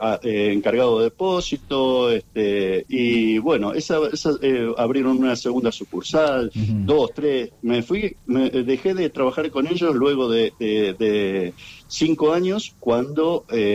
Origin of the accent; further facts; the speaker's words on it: Buenos Aires Province, Argentina; also born or lived in Entre Ríos / Ushuaia; Así que desde que tengo uso de conciencia, yo viví en Buenos Aires. Si bien nací en Entre Ríos, al año ya mi familia se trasladó a Buenos Aires, así que toda mi infancia la transcurrí allí, en zona sur del Gran Buenos Aires